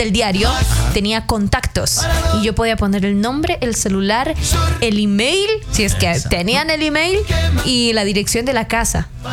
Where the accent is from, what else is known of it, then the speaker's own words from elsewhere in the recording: Machala, El Oro, Ecuador; now in Cuenca, Ecuador; cuando vinimos a vivir a Cuenca, ustedes saben, yo soy de Machala.